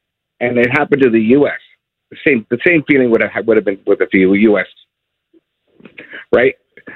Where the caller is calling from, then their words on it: Vancouver, British Columbia, Canada; I'm calling from Vancouver, the other host city here.